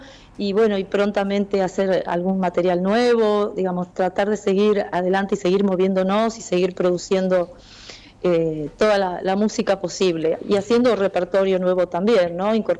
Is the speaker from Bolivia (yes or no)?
no; Argentina